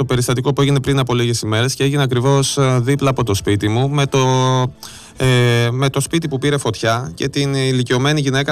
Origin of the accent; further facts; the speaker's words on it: Greece; είμαστε Έλληνες